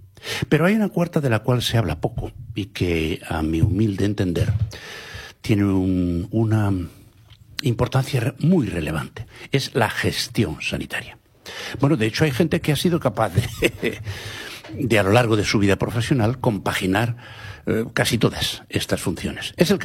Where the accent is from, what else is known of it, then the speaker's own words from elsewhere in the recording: Galicia, Spain; A mi tierra maravillosa. Ahora no se llama Galicia, Ignacio, se llama Galifornia.